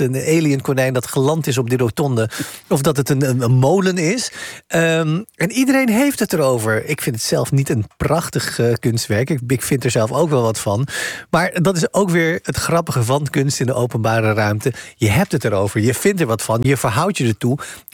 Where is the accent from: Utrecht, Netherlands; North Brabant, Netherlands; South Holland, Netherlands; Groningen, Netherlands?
North Brabant, Netherlands; Oudenbosch; Ikzelf ben in Oudenbosch opgegroeid, een klein dorpje in Brabant.